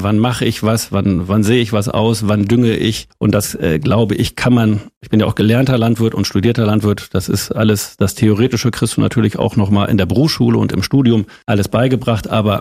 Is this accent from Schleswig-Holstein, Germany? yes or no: no; Holthusen, Lower Saxony, Germany; born or raised there